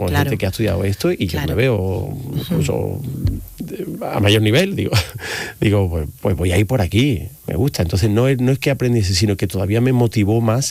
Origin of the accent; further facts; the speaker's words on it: Seville, Andalusia, Spain; also born or lived in Madrid; Pero el acento me delata, en fin, ¿dónde sí, vivo? Sí. No, soy sevillano.